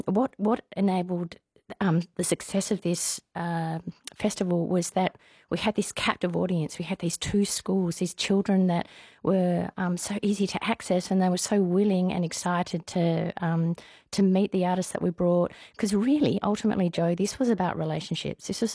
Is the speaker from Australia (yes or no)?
yes; Gemalling, Western Australia, Australia; Yeah, so I grew up in Gemalling, or actually on a farm about 15 k's between Dowran and Gemalling. And I'm incredibly grateful because I see the world differently because I grew up in a small country town of, you know, 600 people in Gemalling.